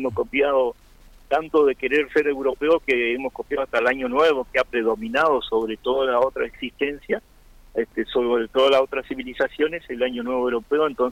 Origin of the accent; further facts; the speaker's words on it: Chubut, Argentina; born there; now in Puerto Santa Cruz, Argentina; Sí, yo nací en Chubut.